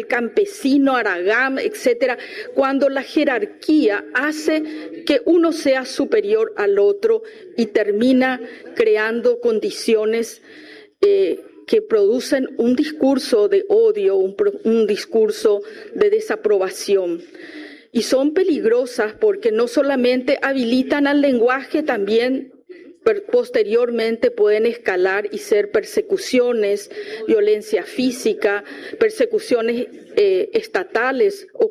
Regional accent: Paraguay; somos los paraguayos y paraguayas discriminativos.

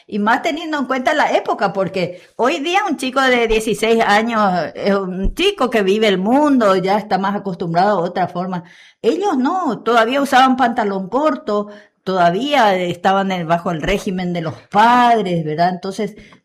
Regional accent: Paraguay; nosotros que somos paraguayos

